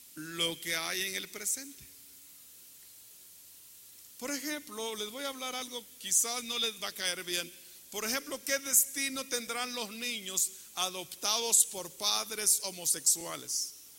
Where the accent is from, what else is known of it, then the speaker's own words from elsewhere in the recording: Guatemala; somos guatemaltecos, chaparrito, así como yo que apenas sobrepaso el púlpito.